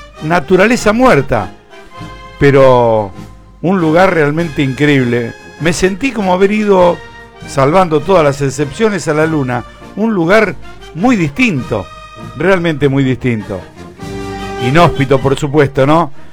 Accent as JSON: {"language": "Spanish", "area": "Ingeniero White", "region": "Buenos Aires Province", "country": "Argentina", "tie": "born or raised there", "said": "mis años de niño en Ingeniero Guay."}